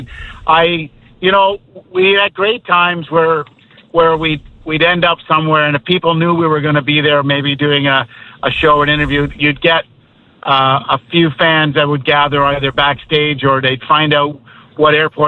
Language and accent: English; Ontario, Canada; born there; And my other brother, I was born in Ontario, but my father is from Grand Falls